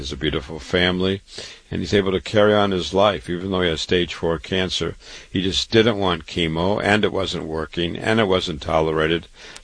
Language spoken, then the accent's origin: English; Waterloo, Iowa, United States; born or raised there